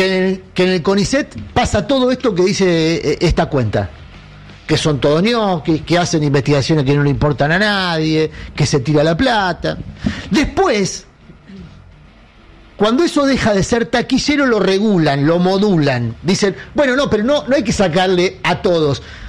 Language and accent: Spanish; Argentina